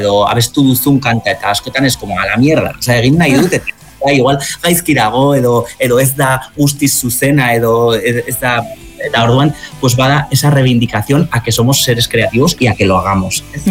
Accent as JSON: {"language": "Basque", "town": "Zubiri", "region": "Navarre", "country": "Spain", "said": "ni Zubirikoa naiz"}